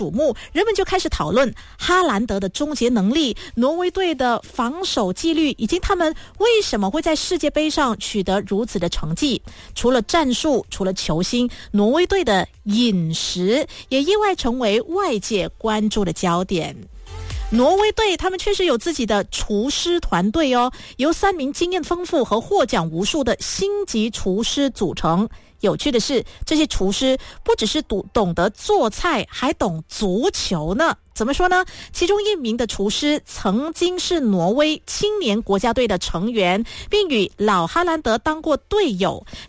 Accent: Malaysia; 那对于我们马来西亚人来说，3文鱼是相当珍贵的，只有在特定的餐厅才能吃得到。

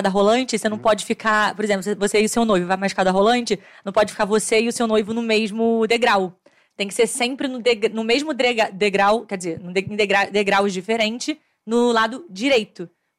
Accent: Rio de Janeiro, Brazil; now in São Paulo, Brazil; Porque eu sou do Rio de Janeiro, e no Rio de Janeiro a gente tem muita praia, né?

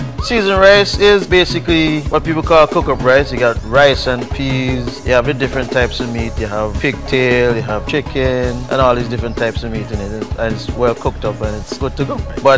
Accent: Antigua & Barbuda; moved away; I'm from Antigua

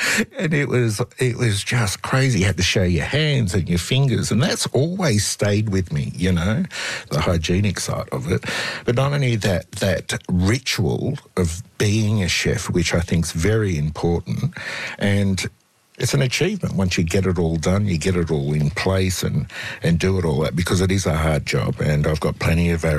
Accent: Wollongong, New South Wales, Australia; I'm a Bundjalung man, which is the northern rivers of New South Wales, but I grew up in Wollongong on Thurrawal country, and that's me.

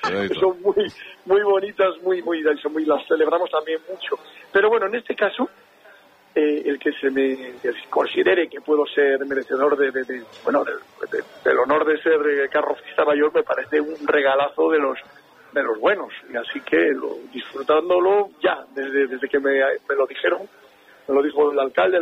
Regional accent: Cantabria, Spain; Es que yo soy muy pesado con mi tierra, pero muy, muy pesado, ¿verdad? Yo entonces disfruto y lo celebro constantemente. Cualquier cosa que esté relacionada con Cantabria, ahí estoy, vamos, y encantado.

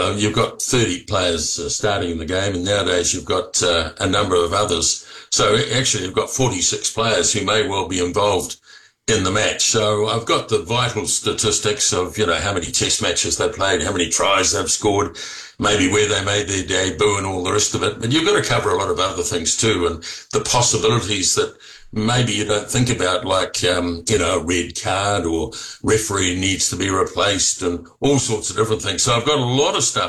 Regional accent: New Zealand; even though I'm a Kiwi, right. I'm brought up in New Zealand and obviously support the All Blacks.

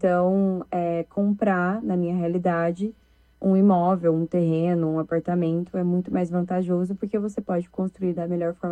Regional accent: Uberlândia, Minas Gerais, Brazil; eu tenho 23 anos, sou de Uberlândia, Minas Gerais

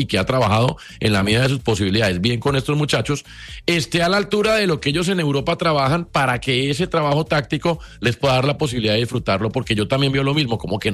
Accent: Colombia; lo que nace del corazón nuestro como colombianos

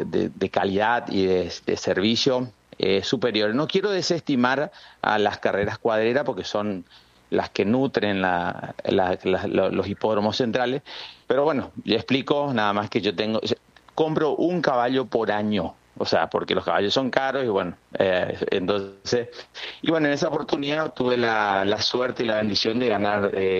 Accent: Corrientes, Argentina; yo soy propietario de Corrientes, somos de Corrientes

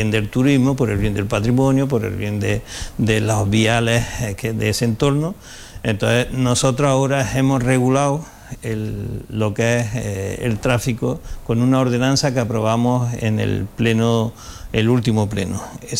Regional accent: Úbeda, Andalusia, Spain; Yo soy del barrio del Ejido, el del Lejío.

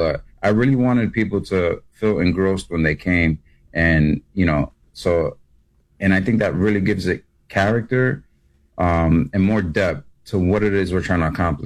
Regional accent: New York, United States

